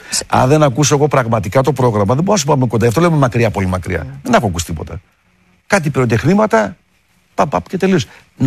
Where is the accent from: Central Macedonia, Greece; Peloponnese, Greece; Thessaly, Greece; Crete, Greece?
Thessaly, Greece; Vyzitsa; Πάω σπίτι μου, σε επαναλαμβάνω, σε ένα ωραιότατο σπίτι που έχω εξωτικό εντός εισαγωγικών, στο χωριό μου, στο πύλιο εκεί στη Βυζίτσα απ' έξω.